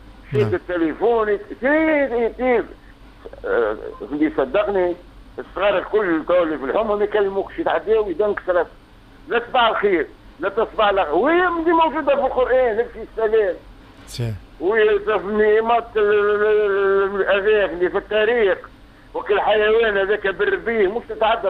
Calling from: Kairouan, Kairouan Governorate, Tunisia

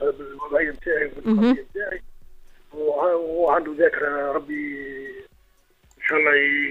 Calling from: Tunisia; من الرخيه.

